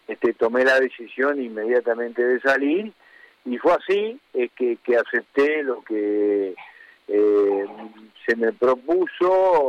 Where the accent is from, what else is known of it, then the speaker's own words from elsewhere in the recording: Uruguay; moved away as an adult; now in Ecuador; No, en el año 82 ya me nacionalicé ecuatoriano, así que tengo doble nacionalidad. Y un país que ha adoptado, evidentemente, por todo, porque estoy aquí desde que tengo 22 años